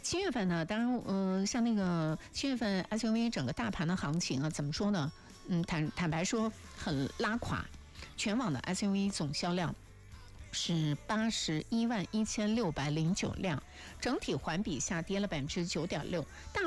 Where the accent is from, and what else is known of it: China